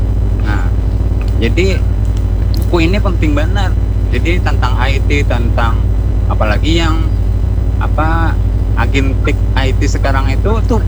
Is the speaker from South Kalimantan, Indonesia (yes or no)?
yes; South Kalimantan, Indonesia; kita itu orang Banjar itu waktu zaman Aulon kuliah lah.